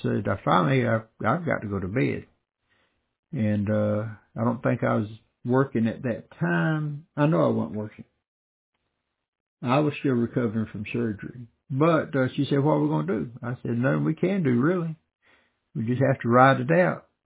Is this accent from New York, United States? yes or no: no; Georgia, United States; now in Atlanta area, United States; the place I grew up in South Georgia.